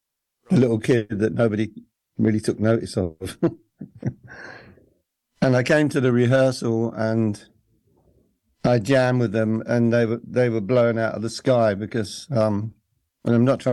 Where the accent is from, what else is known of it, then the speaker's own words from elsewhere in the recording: London, United Kingdom; I was brought up in London.